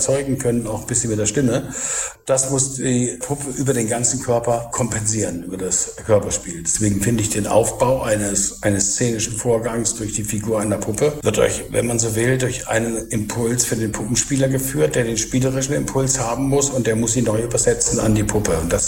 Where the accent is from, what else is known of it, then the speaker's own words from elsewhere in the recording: Meiningen, Thuringia, Germany; born there; moved away as an adult; now in Berlin, Germany; Jahrgang 57, geboren in Thüringen, Weiningen, und lebe an sich in Berlin seit der Schauspielschule